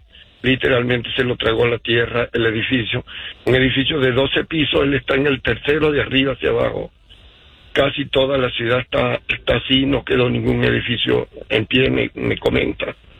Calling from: Utah, United States; Te llamo desde Utah.

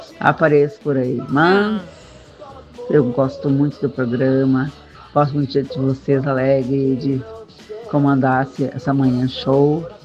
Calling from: Canoas, Rio Grande do Sul, Brazil; de Canoas

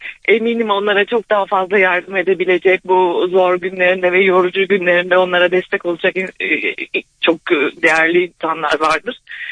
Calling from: Ankara, Turkey; ben Ankara'dan arıyorum.

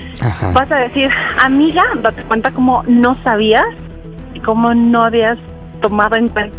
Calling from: Mexico City, Mexico; soy de Ciudad de México y tengo 36 años.

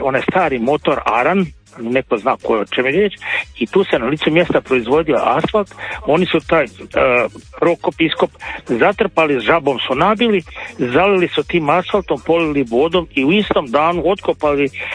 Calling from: Slavonski Brod, Brod-Posavina County, Croatia; kod nas u Brodu

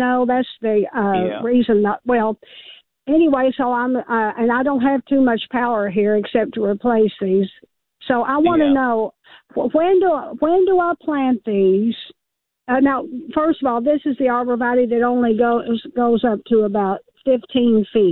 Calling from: Mount Sterling, Kentucky, United States; I'm calling from Mount Sterling, Kentucky, with a question about replacing some arborvitae.

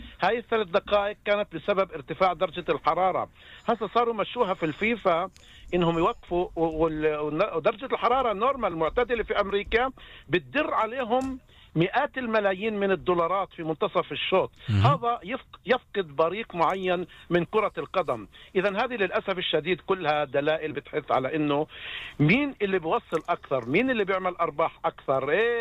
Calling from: Nablus, West Bank, Palestine; أنا بحكي معاكم من نابلس.

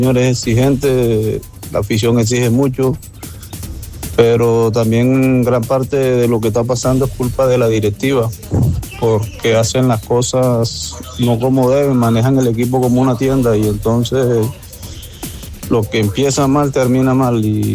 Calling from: Baranoa, Atlántico, Colombia; Buenos días, Maite, de Baranoa.

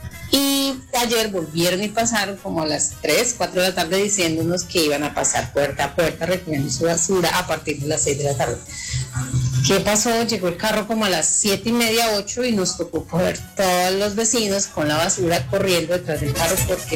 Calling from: Colombia; Soy de Modelia 2

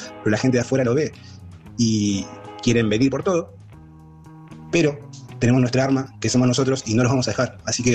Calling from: Argentina

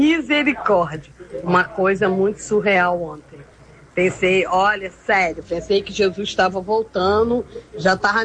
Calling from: Duque de Caxias, Rio de Janeiro, Brazil

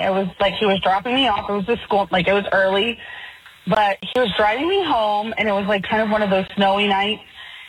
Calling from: Ohio, United States; where we lived in Ohio, and Northwest Ohio

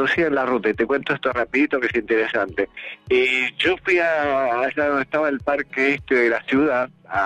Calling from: Buenos Aires, Argentina; De Almagro

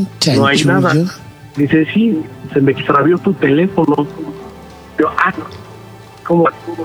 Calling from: Mexico City, Mexico; de la CDMX.

